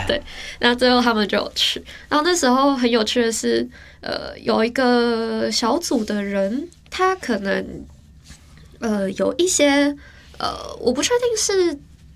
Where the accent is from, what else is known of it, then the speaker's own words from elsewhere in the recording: Taiwan; 然后还印了中文的，为了要给我们台湾人看。